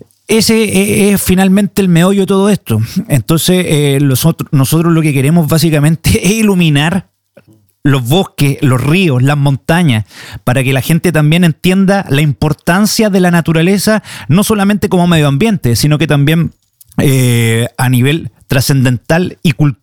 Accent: Chile; y en este caso puntual como chileno, conozco bien mi constitución.

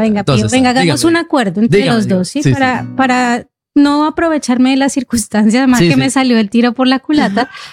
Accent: Bogotá, Bogotá Capital District, Colombia; yo soy de Bogotá

